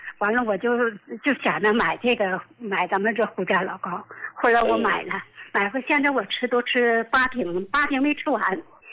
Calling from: Qiqihar, Heilongjiang, China; 我是齐齐哈尔的。

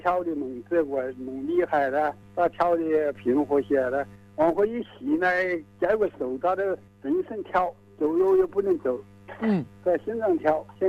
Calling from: Xiantao, Hubei, China; 我是仙桃市毛泽镇吴家拐村9楼。

